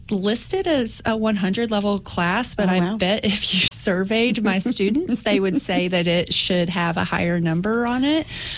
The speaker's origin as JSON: {"language": "English", "town": "Saltville", "region": "Virginia", "country": "United States", "said": "So I am from Saltville, which is just a couple of miles down the road."}